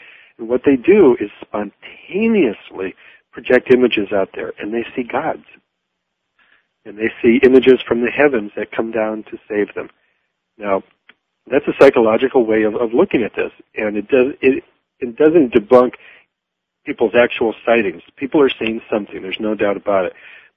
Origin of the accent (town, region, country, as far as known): Michigan, United States; born or raised there